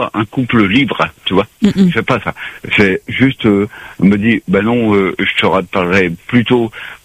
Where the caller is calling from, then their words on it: Neuilly-sur-Marne, Île-de-France, France; Je suis à Neuilly-sur-Marne.